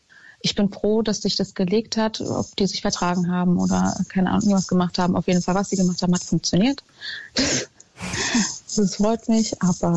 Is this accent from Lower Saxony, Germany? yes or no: no; Hesse, Germany; Ja, tatsächlich, ich komme ursprünglich aus dem Taunus